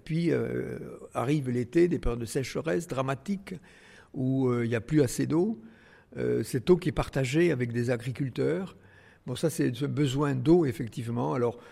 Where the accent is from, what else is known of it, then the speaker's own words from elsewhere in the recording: Vielmur-sur-Agout, Occitanie, France; moi je suis né à Vielmur, dans le Tarn, petit village, à la campagne. On n'avait même pas l'eau courante, vous voyez, dans la maison.